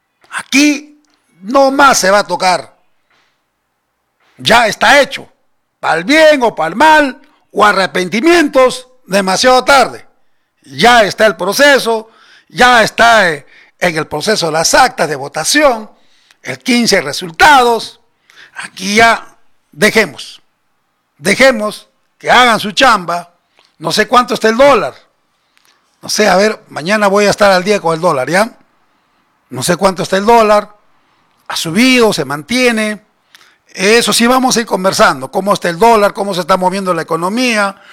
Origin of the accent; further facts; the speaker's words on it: Peru; Yo soy un peruano, un compatriota